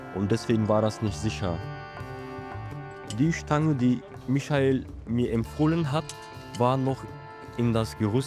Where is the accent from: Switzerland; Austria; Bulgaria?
Bulgaria; German is a second language; now in Germany; 2009 kam ich nach Deutschland mit meiner Mama. In der Hoffnung, dass wir hier eine bessere Zukunft haben. Hier gibt es ein Berufsausbildungssystem. Da, wo ich komme ja aus Bulgarien